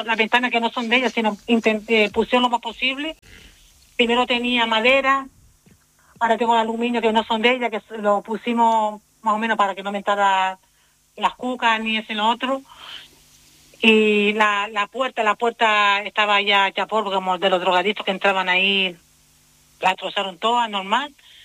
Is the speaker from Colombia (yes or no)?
no; Canary Islands, Spain; yo sí he sido criada y nacida en La Reolla, donde hoy por hoy vivo.